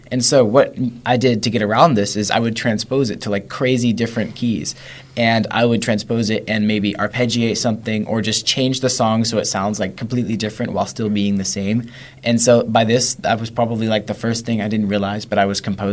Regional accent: West Virginia, United States; Okay, so I'm from West Virginia.

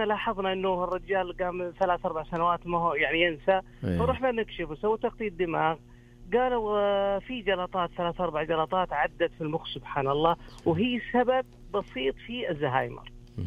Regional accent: Medina, Medina Province, Saudi Arabia; من المدينة منورة.

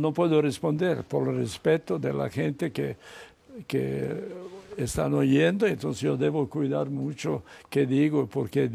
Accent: Belgrade, Serbia; Spanish is a second language; moved away as an adult; also born or lived in Belgium; now in Mexico; Yo soy de Serbia.

